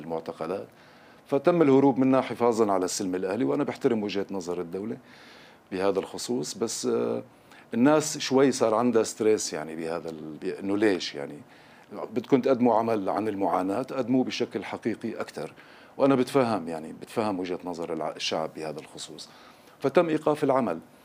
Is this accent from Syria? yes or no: yes; Syria; لنظام يعني لنظام بيشبهنا نحن كسوريين، قدمنا كل هاي التضحيات لحتى نحن نرتقي ببلدنا لمكان بيشبهنا ومكان جميل.